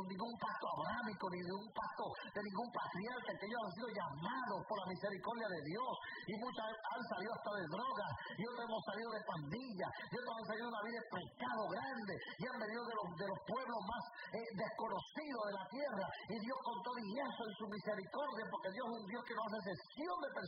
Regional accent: Puerto Rico; accent: speaks with the L and the R (Puerto Rican L/R); yo soy puertorriqueño y yo hablo con la L y con la R

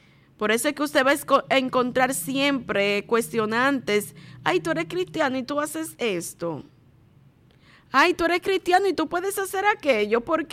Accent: Dominican Republic; no como dominicana, porque esa es otra cosa, sino como cristiana

